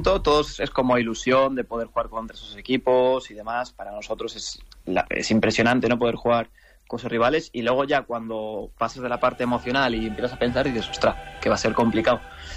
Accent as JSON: {"language": "Spanish", "country": "Spain", "said": "Pero a mí como español, pues jugar contra el Barcelona me hace especial ilusión."}